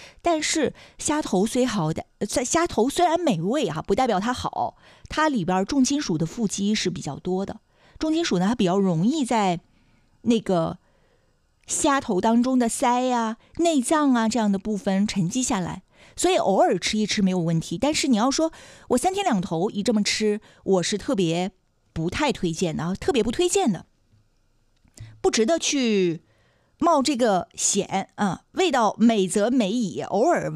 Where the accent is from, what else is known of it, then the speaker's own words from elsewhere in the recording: Dalian, Liaoning, China; 我们大连人也喜欢这样吃啊